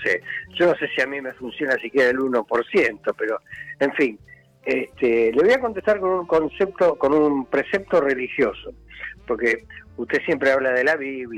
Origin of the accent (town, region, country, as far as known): Quilmes, Buenos Aires Province, Argentina